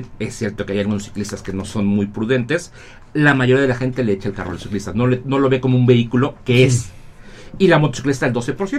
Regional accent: Mexico; así vivimos en un promedio como mexicanos.

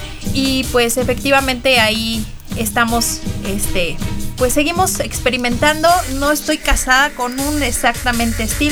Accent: Perote, Veracruz, Mexico; De Perote, Veracruz. Allá estamos.

